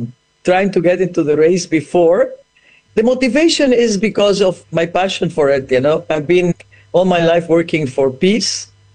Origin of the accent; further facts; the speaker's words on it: Ecuador; I was raised in Ecuador that Peru is my enemy.